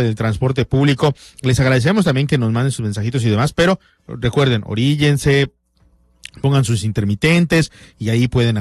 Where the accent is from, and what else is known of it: Yucatán, Mexico